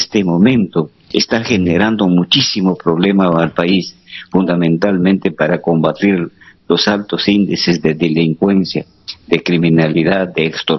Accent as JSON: {"language": "Spanish", "country": "Peru", "said": "la sociedad consumista, como somos nosotros los peruanos."}